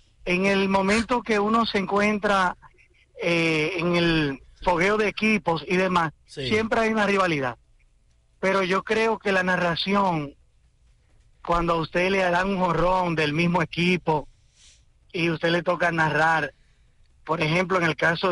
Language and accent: Spanish; Dominican Republic; uno los ama como dominicano